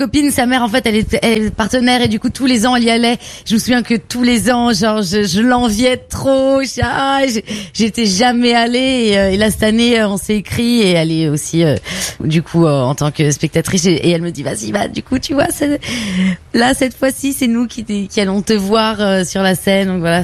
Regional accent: Brittany, France; born there; moved away; also born or lived in Réunion; je suis le fruit du métissage. Ma mère est brésilienne, je suis née en Bretagne.

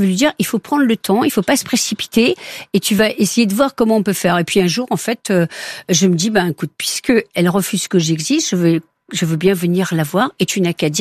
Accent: Pays de la Loire, France; Je lui dis, moi, je suis originaire d'Anjou.

